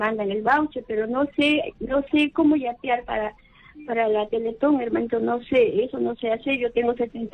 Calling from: Tambo de Mora, Ica, Peru; llamo de Chincha Tambo de Mora.

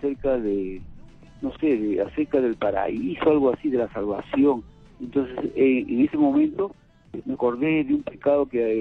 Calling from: Lima, Peru; De acá de Lima, padre.

